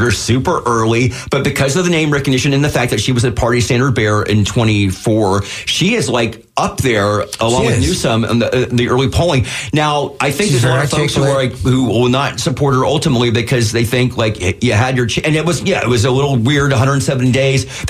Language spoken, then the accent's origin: English; San Francisco, California, United States; a native San Franciscan and a native Californian, loving my home area